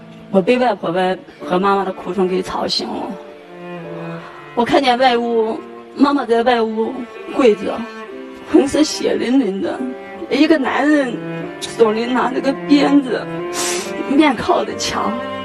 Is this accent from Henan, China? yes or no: yes; Xinxiang, Henan, China; 我是来自河南新乡的。